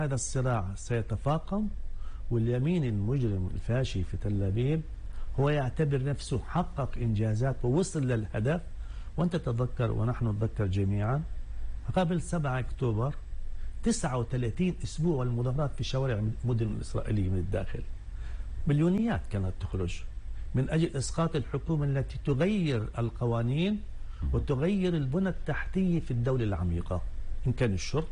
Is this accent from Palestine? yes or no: yes; Palestine; نحن كفلسطينيين.